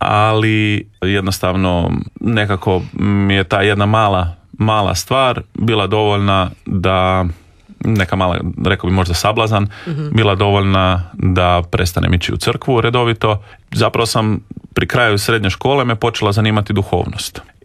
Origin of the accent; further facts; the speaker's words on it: Rijeka, Primorje-Gorski Kotar County, Croatia; born there; rođen sam u Rijeci prije nešto manje od 40 godina, 37 ako ćemo biti točni.